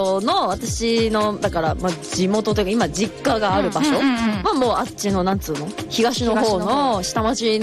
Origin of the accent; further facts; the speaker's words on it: Bangkok, Thailand; also born or lived in Japan; そうで、まあバンコクにいたのが、まあ、0歳から1歳、と6歳から11歳、ま